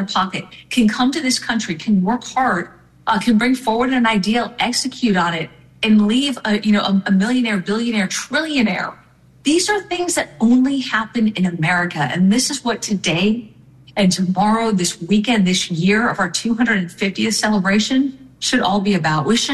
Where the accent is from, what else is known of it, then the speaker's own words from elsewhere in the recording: Texas, United States; I'm from Texas.